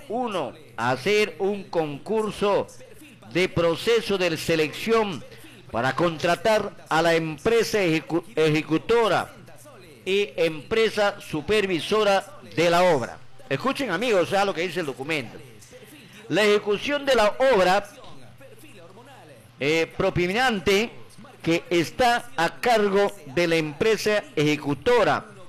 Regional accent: Aguaytía, Ucayali, Peru; born there; Yo estimo mi pueblo, quiero mi pueblo, aquí nací en este pueblo

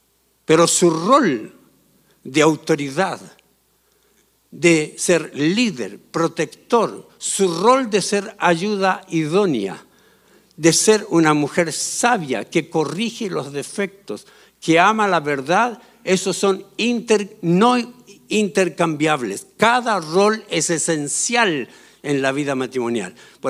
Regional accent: Chile; born there; Yo nací en Chile, pensaba que Dios era chileno. Nací en la iglesia pentecostal, pensaba que Dios era pentecostal

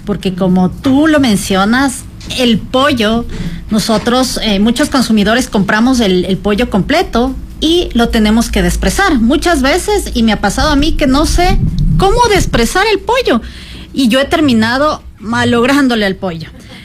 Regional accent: Ecuador; Entonces, claro, para nosotros como los ecuatorianos también hay un factor también de precio.

